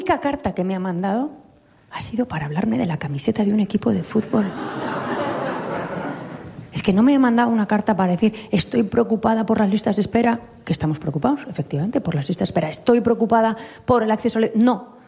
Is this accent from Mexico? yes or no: no; Navarre, Spain; mira, los navarros somos plurales, diversos, navarros que se sienten vascos, navarros que se sienten del mundo, navarros que se sienten solo navarros, navarros que se sienten navarros y españoles